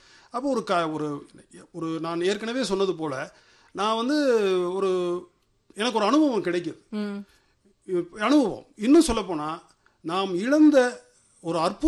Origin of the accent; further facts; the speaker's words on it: Palani, Tamil Nadu, India; also born or lived in Pollachi / Madurai; எனக்கு பழனி தெரியும், நான் என்னுடைய சொந்த ஊர் பழனி, பிறந்து வளர்ந்தது படித்தது எல்லாம் பணி நிமித்தமாக.